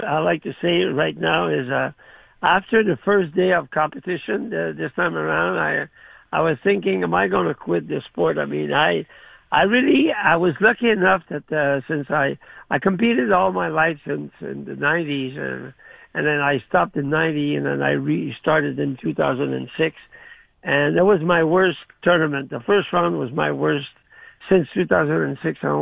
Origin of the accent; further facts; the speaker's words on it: Canada; the only overall winner, not an American this year, was a Canadian, and it was me.